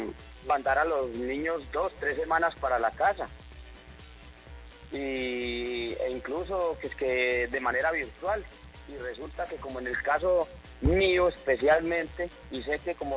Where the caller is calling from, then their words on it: Cartago, Valle del Cauca, Colombia; De aquí, de la Comuna 7.